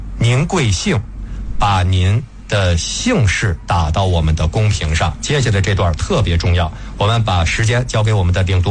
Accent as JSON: {"language": "Chinese", "country": "China", "said": "但是我们每一个中国人不会有任何一个人否认说我不是炎黄子孙，那是不可能的，我们就自认为我们一定是炎黄子孙的后代"}